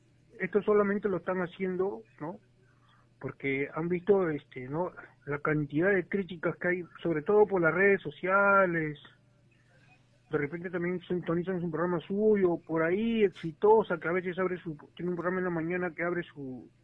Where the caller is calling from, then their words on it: Lima, Peru; acá desde Lima.